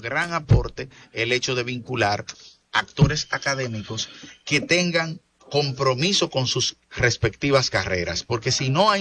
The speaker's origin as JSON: {"language": "Spanish", "town": "Moca", "region": "Espaillat", "country": "Dominican Republic", "tie": "born or raised there", "said": "mi pueblo natal, que es Moca"}